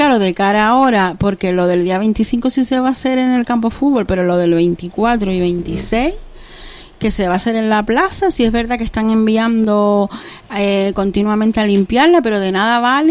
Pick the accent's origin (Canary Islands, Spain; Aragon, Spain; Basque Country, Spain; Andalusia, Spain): Canary Islands, Spain; Tenerife; now in La Angostura, Spain; Yo soy de Tenerife.